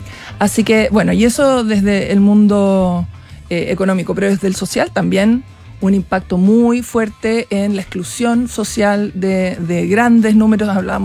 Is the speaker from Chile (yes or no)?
yes; Chile; yo llegué como buena chilena